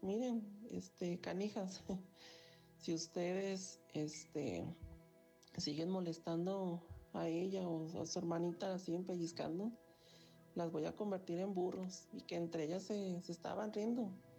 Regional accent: Guadalajara, Jalisco, Mexico; soy originario de Guadalajara

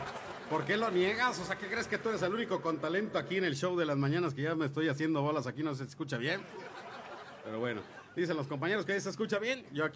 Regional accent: Mexico; todos los mexicanos que trabajamos

